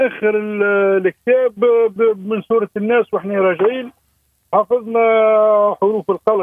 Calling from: Sousse, Sousse Governorate, Tunisia

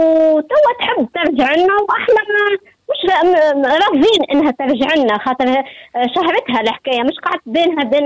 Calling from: Sousse, Sousse Governorate, Tunisia

